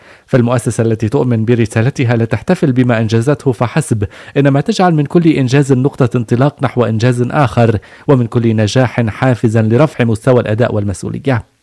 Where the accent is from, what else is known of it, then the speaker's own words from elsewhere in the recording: Lebanon; نحن أبناء لبنان، وفخرنا وعزنا وشرفنا أن نخدمه ونصون مؤسساته ونحمي مسيرته